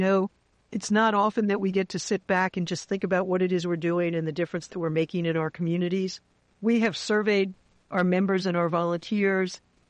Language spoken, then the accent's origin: English; New York, United States; because I'm a New Yorker, so I talk fast